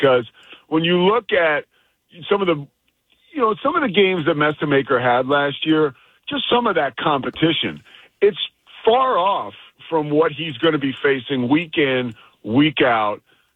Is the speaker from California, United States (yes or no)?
no; Philadelphia, Pennsylvania, United States; now in Texas, United States; I'm from Philadelphia, but I live in Texas now.